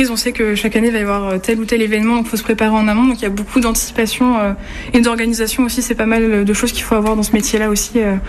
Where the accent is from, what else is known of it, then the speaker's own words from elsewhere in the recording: Normandy, France; moved away as an adult; also born or lived in Doubs / Ille-et-Vilaine; now in Fougères, France; Alors moi, de base, je suis originaire de Normandie, mais j'ai fait mes études entre la Normandie, le Doubs et l'Ille-et-Vilaine, donc j'ai un peu parcouru et je suis arrivée en fait en Ille-et-Vilaine pour mon master.